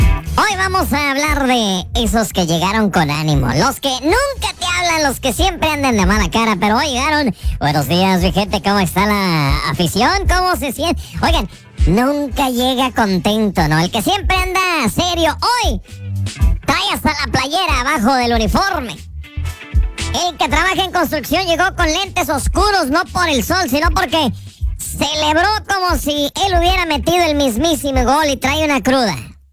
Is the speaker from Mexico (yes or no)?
yes; Mexico; Y después de que México triunfara, pues todos somos orgullosamente mexicanos.